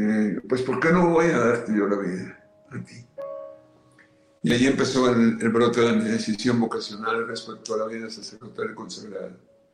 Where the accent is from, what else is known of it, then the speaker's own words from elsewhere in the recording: Colombia; yo soy colombiano, pero tengo un corazón mexicano. Luego también México es mi segundo terruño.